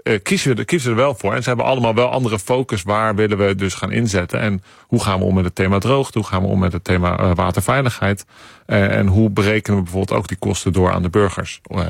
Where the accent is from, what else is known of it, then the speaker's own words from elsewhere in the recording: Netherlands; als wij zelf als Nederlanders geen keuze maken.